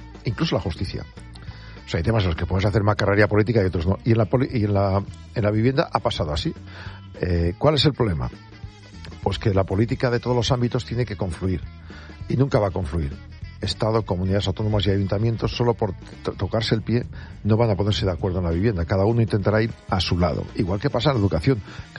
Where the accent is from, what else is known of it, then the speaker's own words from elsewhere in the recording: Castile and León, Spain; Por ejemplo, en mi pueblo, en Burgos, un pueblo pequeñito, por 200 euros tienes un piso alquilado.